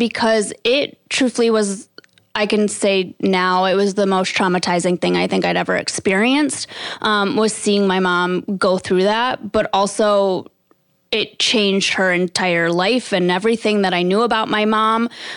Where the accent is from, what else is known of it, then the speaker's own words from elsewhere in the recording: Detroit, Michigan, United States; LeaderDog was something that I was familiar about growing up in Metro Detroit